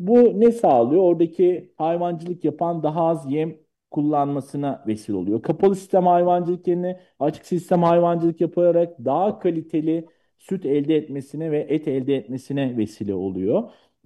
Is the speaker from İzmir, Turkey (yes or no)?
yes; Seferihisar, İzmir, Turkey; Bunlardan bir tanesi Seferistan'ın Orhanlı Vadisi. Ben de bu kültürde büyüdüm